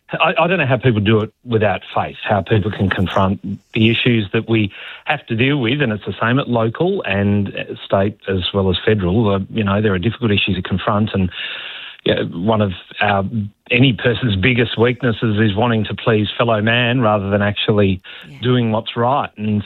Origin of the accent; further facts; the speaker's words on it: Burnie, Tasmania, Australia; I grew up in Burnie